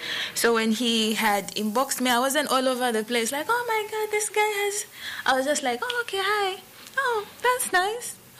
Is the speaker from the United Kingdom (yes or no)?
no; Zambia; I'm from Zambia.